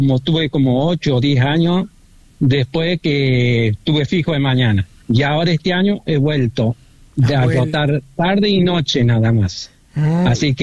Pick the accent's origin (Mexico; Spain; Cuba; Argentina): Argentina; Justo Daract, San Luis; Yo estoy llamando de Justo Dará, soy oyente de Justo Dará, San Luis.